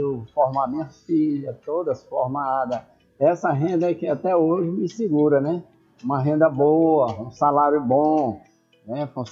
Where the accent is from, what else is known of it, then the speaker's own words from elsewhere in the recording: Codó, Maranhão, Brazil; also born or lived in Timbiras; Nasci em Codó.